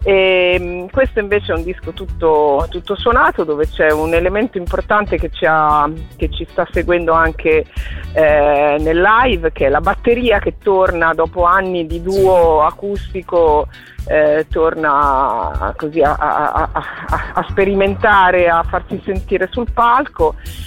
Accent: Lombardy, Italy; born there; quando mi sono trasferita dalla città dove abitavo e dove sono nata, vicino a Milano, quando mi sono trasferita in montagna, sempre rimanendo in Lombardia, quindi in un luogo molto antropizzato

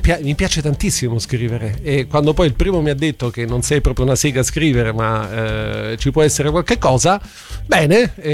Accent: Germany; Italian is a second language; perché non so scrivere, perché sono tedesco, ho sempre avuto un po' un complesso sulla mia conoscenza dell'italiano.

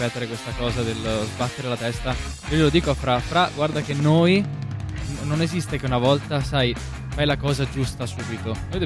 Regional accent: Veneto, Italy; now in Rome, Italy; dalle nostre parti è un festival a Treviso

